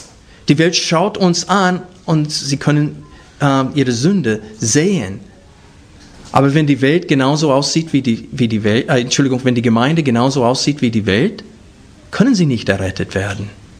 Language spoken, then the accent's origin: German; United States; Als ich letztes Jahr um diese Jahreszeit in Amerika war, habe ich wo ich aufgewachsen bin, meine Verwandten besuchen können.